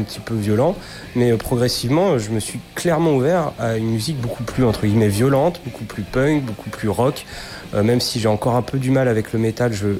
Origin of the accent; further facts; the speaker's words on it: Bourges, Centre-Val de Loire, France; quand on est de la région centre, moi je viens de Bourges.